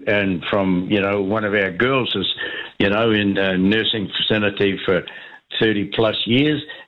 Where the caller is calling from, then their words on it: Ireland; I'm Irish